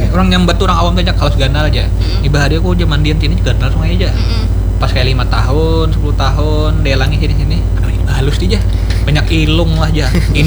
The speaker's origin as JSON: {"language": "Indonesian", "area": "Banjar", "region": "South Kalimantan", "country": "Indonesia", "said": "kita orang Banjar itu sendiri"}